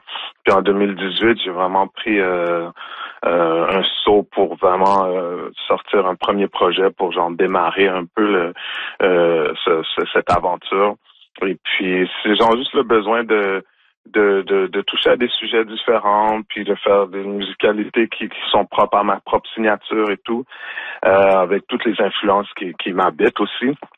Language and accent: French; Montreal, Quebec, Canada; born there; also born or lived in Haiti; moi, quand je suis né à Montréal, par exemple, d'Haïti, puis j'ai appris le créole au Québec. Donc, créole haïtien, je l'ai appris au Québec. Donc, j'ai pas appris en Haïti.